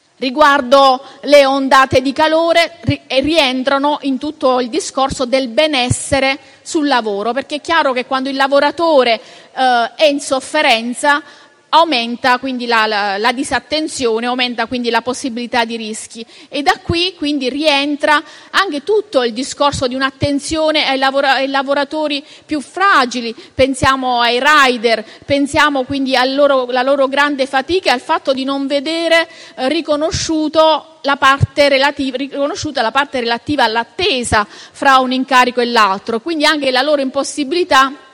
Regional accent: Borgo Mezzanone, Apulia, Italy; io vengo dal territorio del Borgo Mezzanone, quindi viviamo nel pieno di questa che è una problematica

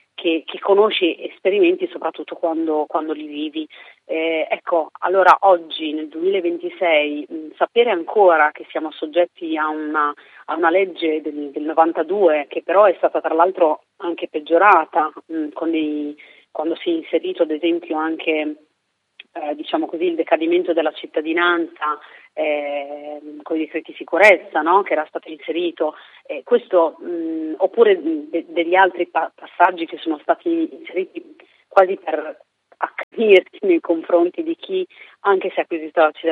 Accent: Reggio Emilia, Emilia-Romagna, Italy; io sono di Reggio Emilia, mi sono affacciata all'università dovendomi spostare, facendo la pendolare a Bologna

